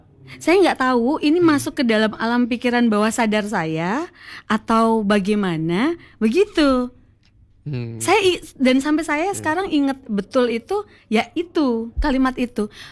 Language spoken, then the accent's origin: Indonesian; West Java, Indonesia